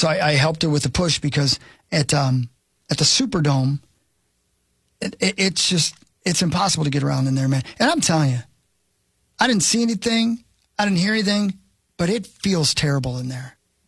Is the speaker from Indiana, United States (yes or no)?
yes; Indiana, United States; that's my hometown, man. Yeah. You know, it's just Indiana.